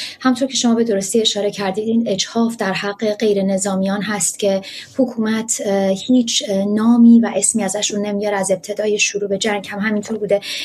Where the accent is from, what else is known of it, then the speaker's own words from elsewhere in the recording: Iran; ماهایی که در ایران سالها رو بزرگ شدیم ما در زیرزمین خونه های خودمون که انقدر امن نبود در واقع پناه میگرفتیم